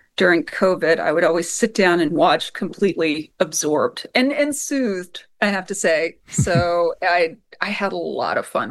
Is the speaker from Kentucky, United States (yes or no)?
yes; Kentucky, United States; a lot of the families that I knew when I was growing up in Kentucky